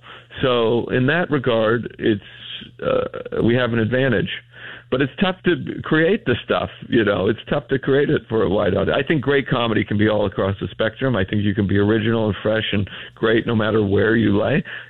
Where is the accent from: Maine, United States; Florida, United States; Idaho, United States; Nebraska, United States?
Idaho, United States; I grew up in a tiny little town in Idaho, a little farming town, a potato farming town in southeast Idaho, about 1,000 people.